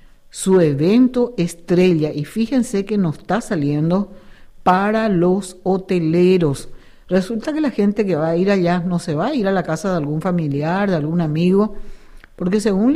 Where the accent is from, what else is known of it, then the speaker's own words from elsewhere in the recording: Paraguay; Orgullosa como mujer y orgullosa también como paraguaya